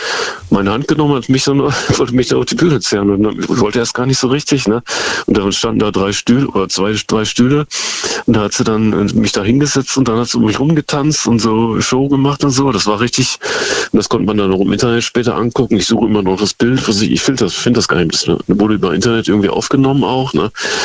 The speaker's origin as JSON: {"language": "German", "town": "Osnabrück", "region": "Lower Saxony", "country": "Germany", "tie": "born or raised there", "said": "Das war nur, wo ich in Osnabrück, meiner Heimatstadt, gewohnt hatte, bei meinem Vater, der hat da noch gelebt."}